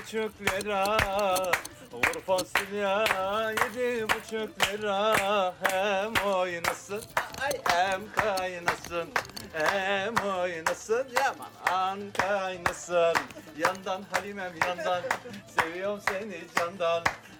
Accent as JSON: {"language": "Turkish", "town": "Cumalıkızık", "region": "Bursa", "country": "Turkey", "tie": "born or raised there", "said": "Cumalı Kızın yerlisiyiz evet."}